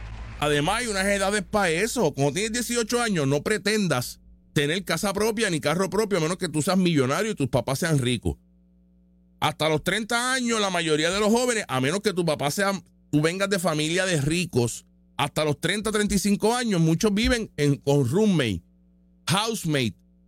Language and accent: Spanish; Puerto Rico; Y me siento igual de puertorriqueño que el más zurdo.